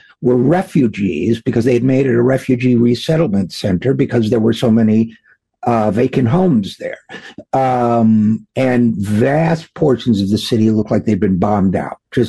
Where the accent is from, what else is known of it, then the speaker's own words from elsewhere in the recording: Utica, New York, United States; very similar to my hometown of Utica, New York, which when I was growing up there had a population, I think, about 110, 120,000